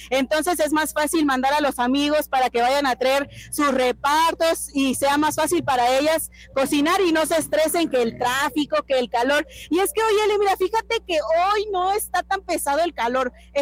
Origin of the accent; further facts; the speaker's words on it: Mexico; Eso es el espíritu mexicano que nosotros tenemos aquí.